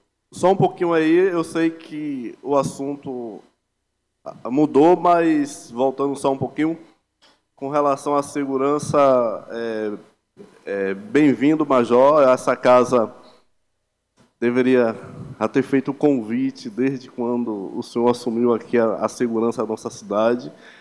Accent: Brazil; eu sou da comunidade do Picado

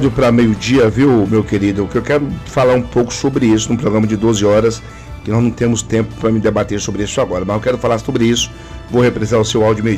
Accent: Brazil; eu sou brasileiro

